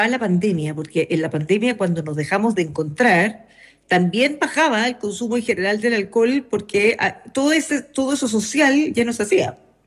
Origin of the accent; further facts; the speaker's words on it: Chile; nosotros somos chilenos